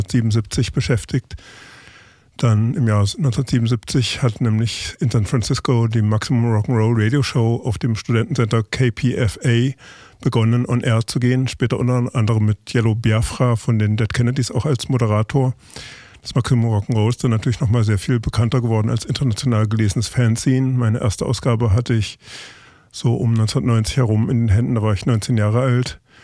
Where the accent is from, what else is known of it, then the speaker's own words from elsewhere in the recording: Hesse, Germany; Ich bin nahe Kassel, also im Zonenrandgebiet der alten Bundesrepublik, aufgewachsen.